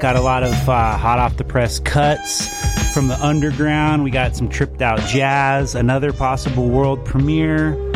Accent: Los Angeles, California, United States; moved away; I'm from Los Angeles

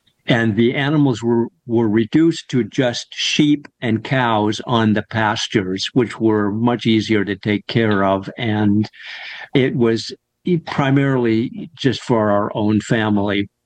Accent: Corvallis, Oregon, United States; I grew up in Corvallis, Oregon, on a 100-acre farm a couple miles north of town. And we had a whole bunch of animals.

